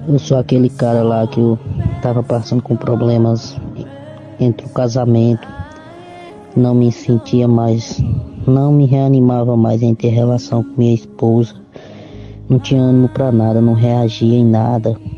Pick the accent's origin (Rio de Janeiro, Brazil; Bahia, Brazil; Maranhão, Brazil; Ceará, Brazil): Maranhão, Brazil; Balsas; Eu sou aqui da cidade de Balsas e estou aqui passando para agradecer o Senhor.